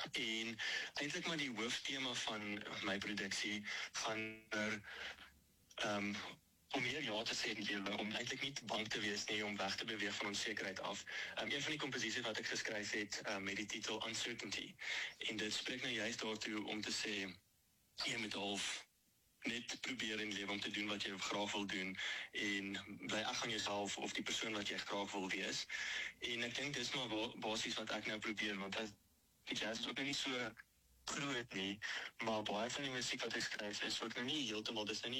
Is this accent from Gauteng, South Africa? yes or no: yes; Pretoria, Gauteng, South Africa; So ek is geboren in Pretoria. Ek het groot geword in die Moot area.